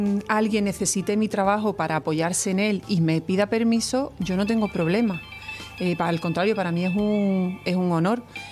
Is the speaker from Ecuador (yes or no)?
no; Seville, Andalusia, Spain; also born or lived in Carmona; Yo soy de Carmona, pero he vivido siempre en Sevilla.